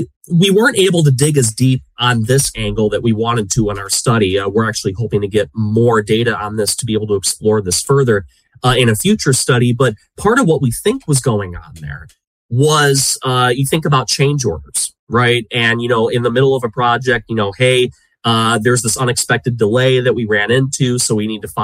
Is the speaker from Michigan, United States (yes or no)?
yes; Michigan, United States; And even take my home state of Michigan.